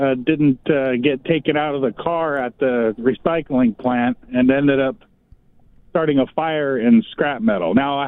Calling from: Longview, Washington, United States; here in Longview

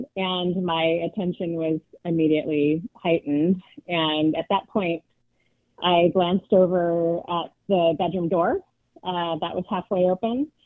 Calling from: Portland, Oregon, United States; I'm from Portland, Oregon as well.

